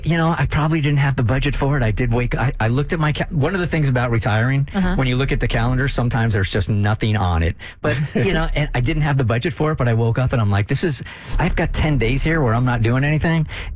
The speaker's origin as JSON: {"language": "English", "region": "California", "country": "United States", "lives_now": "Atlanta, United States", "said": "As much as I'm from California, so I'm always going to be a Chargers fan."}